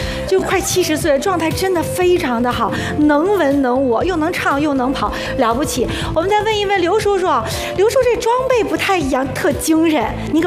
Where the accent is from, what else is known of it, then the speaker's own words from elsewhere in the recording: Mohe, Heilongjiang, China; 就我老家东北的漠河